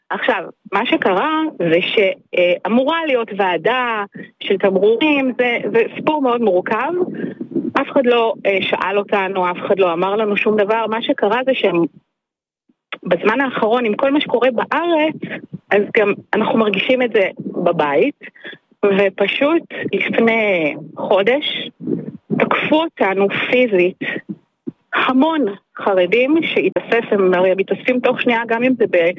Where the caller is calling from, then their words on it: Bnei Brak, Tel Aviv District, Israel; הגענו לבני ברק לפני 17 שנים, אני ובעלי, נולדו לנו שני ילדים במהלך הזמן. אנחנו, מה שנקרא, חוצים את הכביש ואנחנו ברמת גן, אבל אנחנו בני ברק.